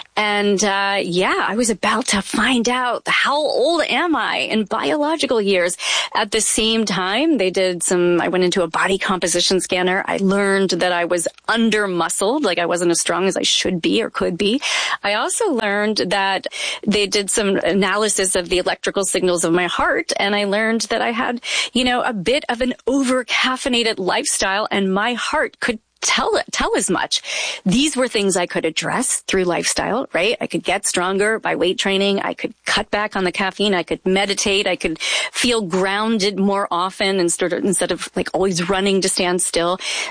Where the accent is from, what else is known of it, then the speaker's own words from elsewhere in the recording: Louisville, Kentucky, United States; I grew up in Louisville, Kentucky, and I can remember listening to All Things Considered and Susan Stamberg